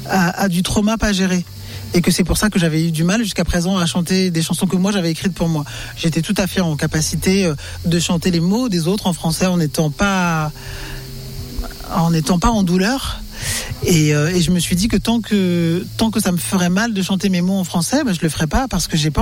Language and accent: French; Cameroon; born there; je suis née au Cameroun et qu'on a été colonisé et par les Français et par les Britanniques, donc on a ces deux langues là dans notre bagage culturel imposé.